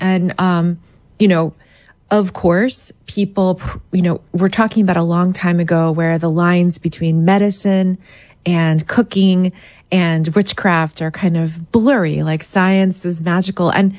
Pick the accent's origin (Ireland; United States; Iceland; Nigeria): United States; Pennsylvania